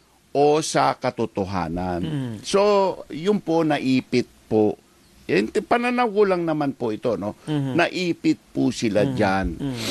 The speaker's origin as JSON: {"language": "Tagalog", "region": "Ilocos Region", "country": "Philippines", "said": "taga Pangasinan po ako, ang layo-layo sa Bataan."}